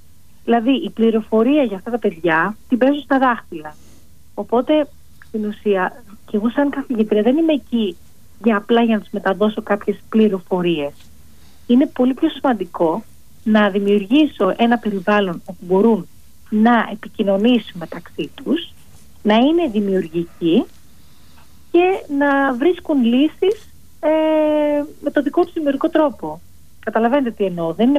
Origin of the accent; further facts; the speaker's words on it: Greece; moved away as an adult; είχα γεννήθηκε και μεγάλωσα στην Ελλάδα